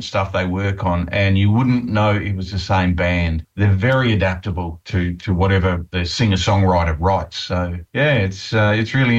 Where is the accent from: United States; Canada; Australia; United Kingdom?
Australia; we're from Australia